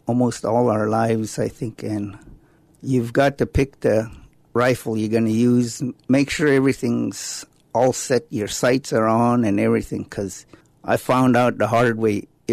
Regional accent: Chilkat Valley, Alaska, United States; born or raised there

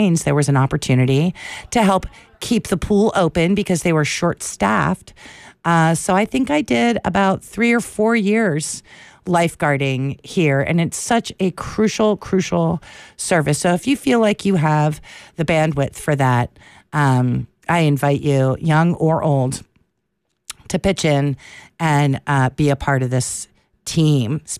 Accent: Cheltenham Township, Pennsylvania, United States; now in Haines, United States; growing up in Cheltenham Township.

